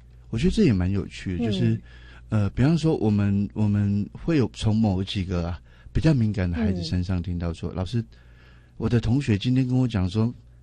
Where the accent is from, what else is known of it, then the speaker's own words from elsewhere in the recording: Yingge, New Taipei City, Taiwan; born there; also born or lived in Zhongli, Taoyuan; 所以我们就举家搬迁，从中立就是搬到英歌来这边。